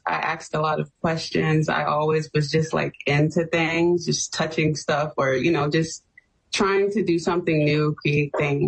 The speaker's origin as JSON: {"language": "English", "town": "Hampton", "region": "Virginia", "country": "United States", "said": "I am from Hampton, Virginia."}